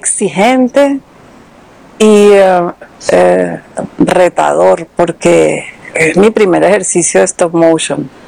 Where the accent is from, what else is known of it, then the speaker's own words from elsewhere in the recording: Venezuela; Yo siempre digo que estoy picada por la mitad, porque soy y me siento tanto iraquí como venezolana. Amo a Venezuela y a Irak de maneras compartidas, es 50-50. No he vivido en Irak, he ido dos veces